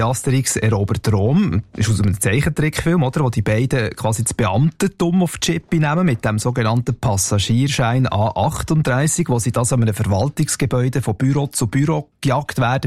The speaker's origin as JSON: {"language": "German", "country": "Switzerland", "said": "dass man sogar als Schweizer selber drüber lachen muss"}